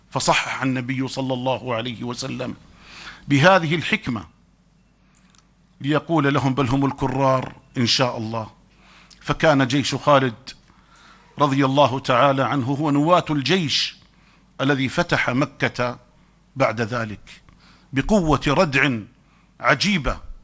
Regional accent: Jordan; على بلدنا الأردن

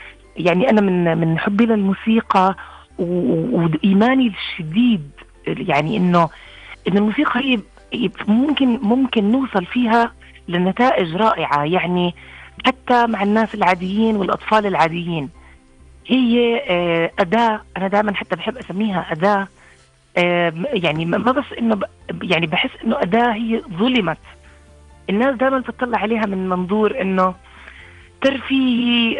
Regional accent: Jordan; لأنه بتعرفي ما كان يعني عندنا بالأردن مكان إنه تقدري تتخصصي منه بشكل يعني أكاديمي

